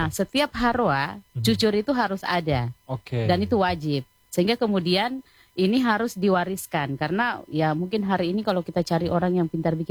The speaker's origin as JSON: {"language": "Indonesian", "region": "Southeast Sulawesi", "country": "Indonesia", "said": "cucur itu sebenarnya bagian dari identitas kita sebagai orang Muna, entah orang Buton"}